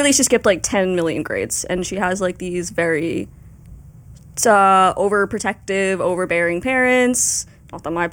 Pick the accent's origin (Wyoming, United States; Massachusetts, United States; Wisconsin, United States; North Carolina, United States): Massachusetts, United States; I'm from Boston-ish. I'm from the suburbs.